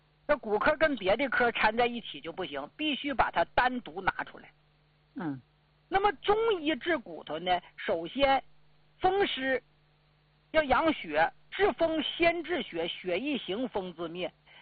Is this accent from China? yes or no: yes; Northeast China, China; 因为咱们家乡啊，你说地处东北